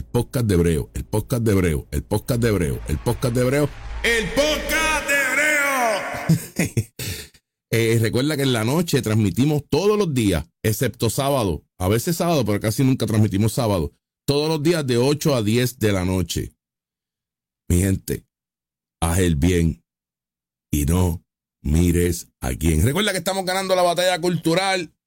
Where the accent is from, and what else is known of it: Puerto Rico